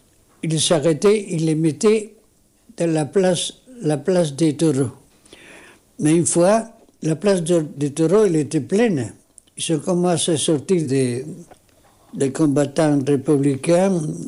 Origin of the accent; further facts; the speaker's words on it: Tetouan, Tanger-Tetouan-Al Hoceima, Morocco; moved away as an adult; si je retourne chez moi, à Tétouan